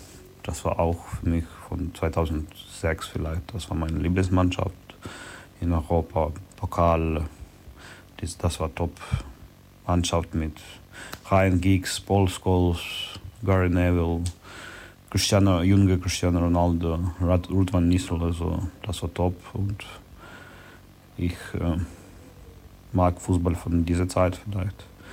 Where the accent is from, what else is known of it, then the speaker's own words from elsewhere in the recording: Kharkiv, Kharkiv Oblast, Ukraine; born there; German is a second language; moved away; Ich bin in Kharkiv geboren und das ist mein Heimclub.